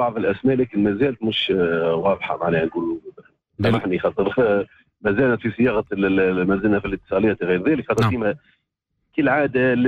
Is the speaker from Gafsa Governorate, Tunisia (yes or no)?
yes; Gafsa Governorate, Tunisia; في جهتنا إن شاء الله في قفصة